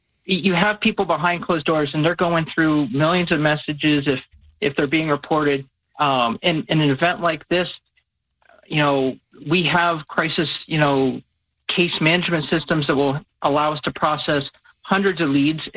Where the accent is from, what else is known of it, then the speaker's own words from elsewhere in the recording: Japan; I grew up in Japan in the 80s. That was the best place in the world to grow up as a kid.